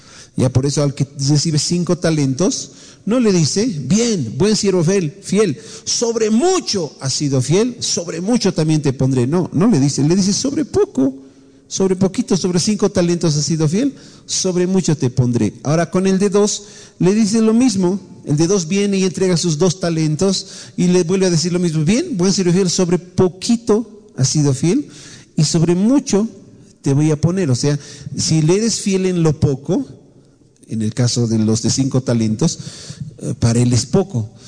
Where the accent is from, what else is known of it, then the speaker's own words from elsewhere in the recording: Bolivia; nosotros como nación boliviana tenemos lamentablemente esos factores bien enraizados en nuestra cultura.